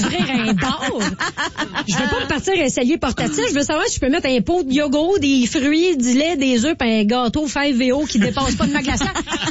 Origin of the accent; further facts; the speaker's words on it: Montreal, Quebec, Canada; c'est que souvent, quand je dis que je viens de Montréal, les gens me disent qu'ils détestent Montréal.